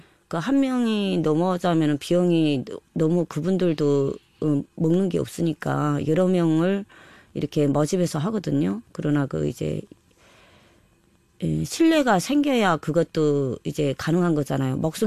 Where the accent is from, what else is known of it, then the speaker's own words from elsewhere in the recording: Ryanggang, North Korea; moved away as an adult; 정말 떠나지 않으면 안 되는 그런 상황에까지 이를 정도로 저의 고향 땅에 대해서는 정말 다시 내가 이 땅에 돌아오지 않으리라고 그런 마음을 가지기까지 힘들었던 것 같습니다.